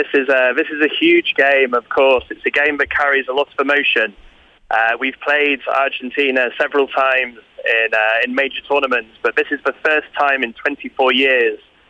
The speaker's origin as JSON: {"language": "English", "country": "United Kingdom", "said": "Look, we're British, and so we're not always particularly optimistic."}